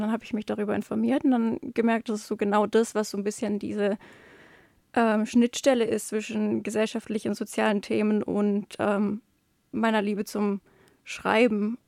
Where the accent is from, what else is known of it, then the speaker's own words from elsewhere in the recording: Tübingen, Baden-Württemberg, Germany; also born or lived in Kirchberg an der Jagst; ich bin 24 Jahre alt und ich komme aus der Region Tübingen tatsächlich.